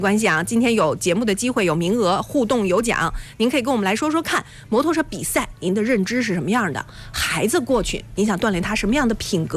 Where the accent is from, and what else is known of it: Shandong, China